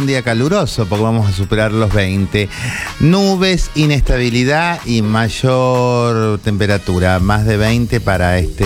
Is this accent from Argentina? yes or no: yes; Argentina; yo soy argentina.